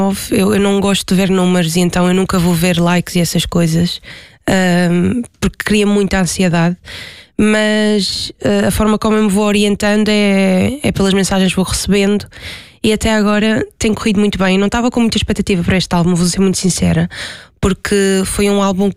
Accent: Ponta do Sol, Madeira, Portugal; Então, eu sou da Ponta de Sol da Madeira, Ilha da Madeira. Tenho 27 anos.

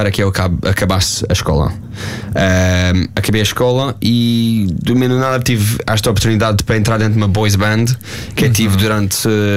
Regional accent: Portugal; moved away; also born or lived in England; Eu sou português a 100%. Depois, quando a gente saiu, claro, fui ver os jogos em inglês porque estava na Inglaterra.

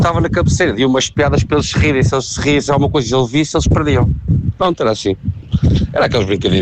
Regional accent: Almeida, Centro, Portugal; born there; now in Santarém, Portugal

